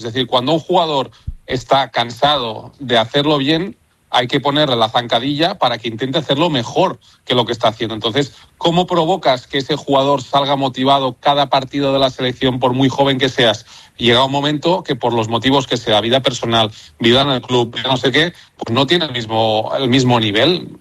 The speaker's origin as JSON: {"language": "Spanish", "region": "Catalonia", "country": "Spain", "said": "Soy catalán, pero Paula, no hay problema, no te preocupes."}